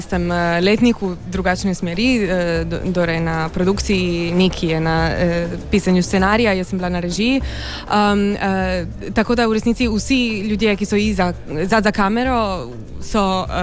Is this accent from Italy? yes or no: yes; Trieste, Friuli-Venezia Giulia, Italy